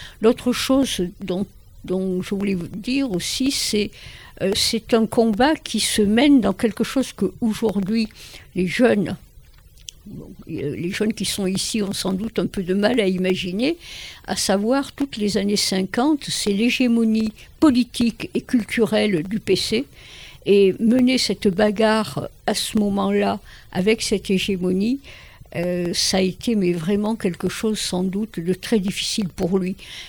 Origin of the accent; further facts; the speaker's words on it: Occitanie, France; Je suis issue du Gard, du nord du Gard, donc un endroit où la gauche était extrêmement présente sous l'égide du Parti communiste.